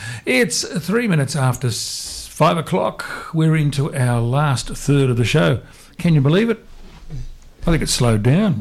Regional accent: Newcastle, New South Wales, Australia; born there; I've got to say the Knights, because I was born in Newcastle, so I've probably got more affinity with Newcastle

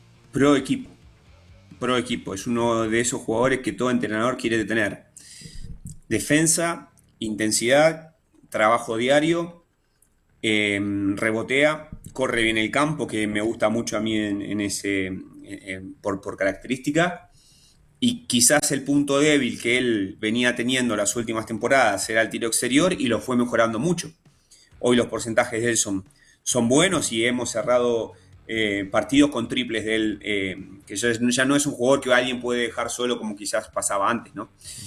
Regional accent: Argentina; Yo soy argentino. Yo soy argentino. Entonces, nosotros miramos más para el cruzando el charco que para arriba, en todo.

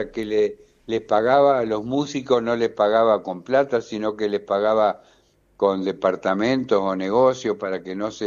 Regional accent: Nogoyá, Entre Ríos, Argentina; moved away; hasta de mi pueblo, hasta de Nogoyá me han llamado.

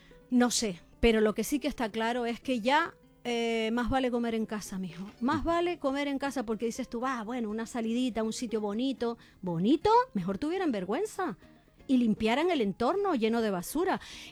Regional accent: Canary Islands, Spain; los que somos más porqueriosos somos los canarios

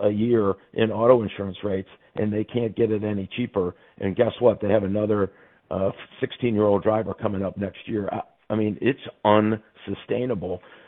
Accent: Michigan, United States; And we're from Michigan.

